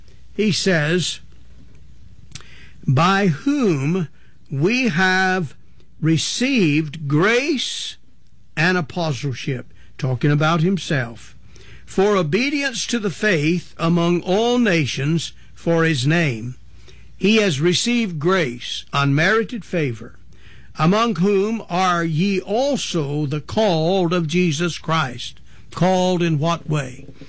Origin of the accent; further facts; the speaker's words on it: North Carolina, United States; Now, I came from North Carolina in a part of the country where there was a denomination of people that referred to themselves as being holiness people.